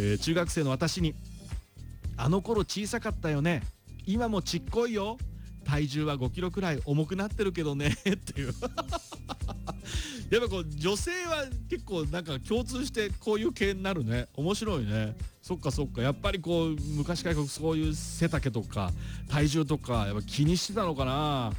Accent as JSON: {"language": "Japanese", "town": "Sano", "region": "Tochigi", "country": "Japan", "tie": "born or raised there", "said": "私のふるさと佐野"}